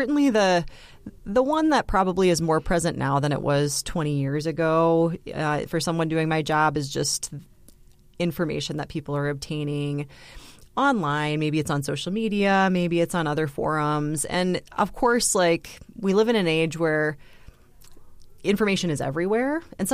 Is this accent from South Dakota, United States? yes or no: yes; Brookings, South Dakota, United States; So I'm an internal medicine physician here in Brookings, South Dakota. This is my hometown. I was born and raised here, and I've been back practicing now for 10 years.